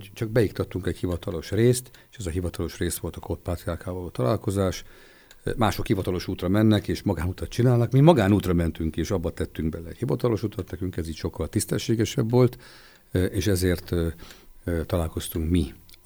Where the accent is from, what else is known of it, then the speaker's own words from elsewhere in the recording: Libya; hiszen beszélek arabul is, hiszen Líbiában nőttem föl, ott dolgoztak a szüleim, és emiatt az arab nyelvet is megtanultam